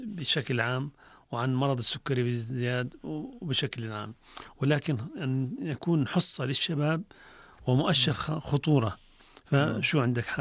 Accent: Jordan; عندنا بالأردن

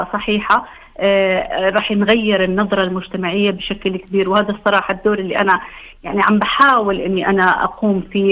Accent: Jordan; عندنا بالأردن

